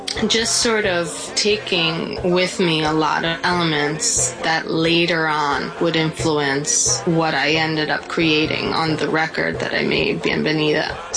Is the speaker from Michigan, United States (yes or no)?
no; New York, United States; I'm the most Cuban, even though I'm coming from upstate New York.